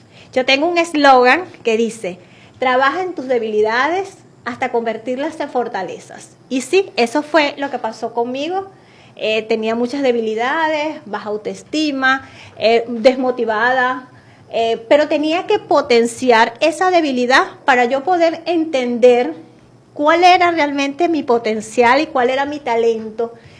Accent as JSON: {"language": "Spanish", "country": "Venezuela", "said": "como madre venezolana realmente tenemos todo el potencial"}